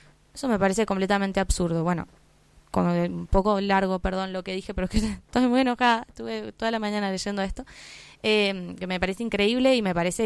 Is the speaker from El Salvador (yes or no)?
no; Argentina; el Congreso son los representantes que nos representan a nosotros como pueblo argentino